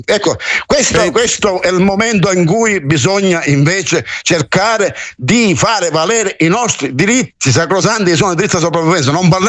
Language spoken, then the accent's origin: Italian; Racalmuto, Sicily, Italy; il mio comune, credo che credo che superi Siracusa. Zacalmuto, il paese di Leonardo Sciascia.